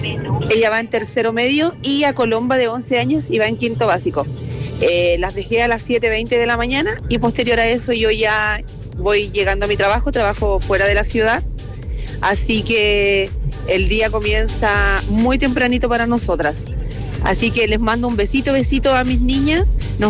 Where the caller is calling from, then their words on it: Copiapó, Atacama, Chile; soy de Copiapó.